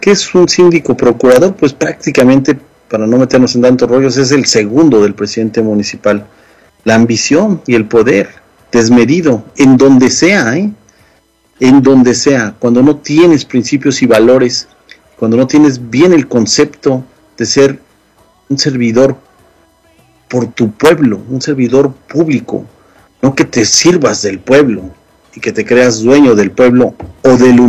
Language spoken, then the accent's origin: Spanish; Yautepec, Morelos, Mexico; moved away; el pueblo de donde soy originario, donde nací, Yautepec, Morelos.